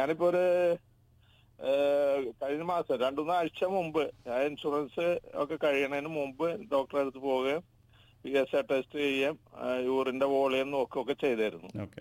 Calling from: Abu Dhabi, United Arab Emirates; ഞാൻ വിദേശത്ത് നിന്നാണ്, അബുദാബിന്ന് വിളിക്കണം.

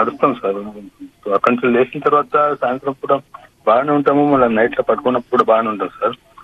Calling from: Jaganpalli, Telangana, India; మాది నిజామాబాద్ జిల్లా జగన్పల్లి మండలం మేడం.

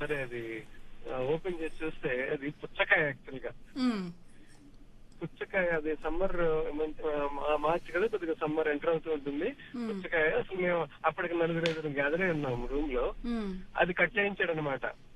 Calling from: Hyderabad, Telangana, India; నేను హైదరాబాద్ నుంచి మాట్లాడుతున్నాను.

